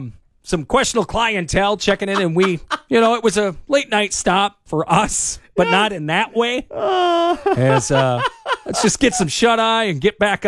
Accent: Wisconsin, United States; we're from Wisconsin.

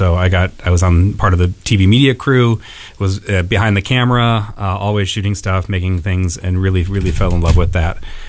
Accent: Appleton, Wisconsin, United States; moved away as an adult; also born or lived in Florida / Chicago; I grew up here in Appleton, went to Appleton North High School.

